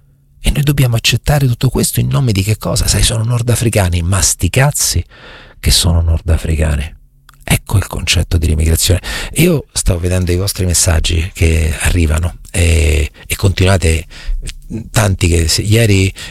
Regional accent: Marche, Italy; io sono marchigiano e tra l'altro a Porto San Giorgio ho un sacco di amici

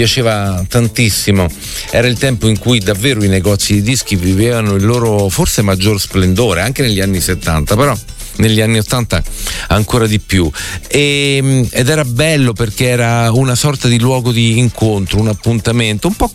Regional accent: Milan, Lombardy, Italy; da milanese puro sangue

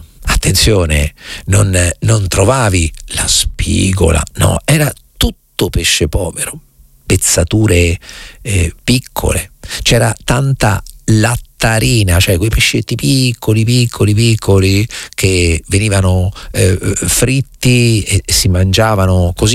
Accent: Recanati, Marche, Italy; Io ricordo che quando ero piccolo a Recanati, due giorni a settimana, solo due giorni a settimana, Recanati non sta sul mare, ok? È in collina, a 298 metri sul livello del mare

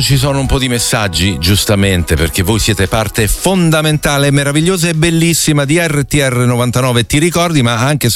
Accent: Rieti, Lazio, Italy; Buongiorno, sono di Rieti, ho 65 anni, appassionata di musica

